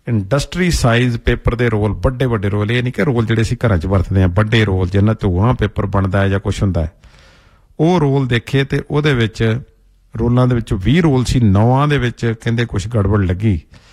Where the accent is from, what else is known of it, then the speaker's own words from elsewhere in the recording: Punjab, India; now in Canada; ਅਸੀਂ ਪੰਜਾਬ ਤੋਂ ਆਏ ਹਾਂ ਅਤੇ ਜਿਸ ਖਿੱਤੇ 'ਚੋਂ ਆਏ ਹਾਂ ਉੱਥੇ ਅਫੀਮ ਜਿਹੜੀ ਹੈ ਜੀ, ਓਪੀਅਮ ਹੈ, ਉਸ ਦੇ ਬਾਰੇ ਅਸੀਂ ਚੰਗੀ ਤਰ੍ਹਾਂ ਜਾਣਦੇ ਹਾਂ